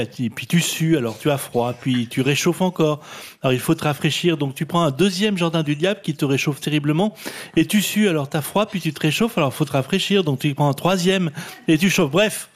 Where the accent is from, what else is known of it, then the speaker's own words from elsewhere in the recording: France; Comme on dit chez moi en France